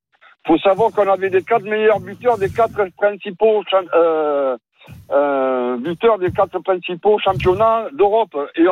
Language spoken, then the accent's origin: French; Bordeaux, Nouvelle-Aquitaine, France; Non, moi je suis en tant que bordelais, je suis traumatisé.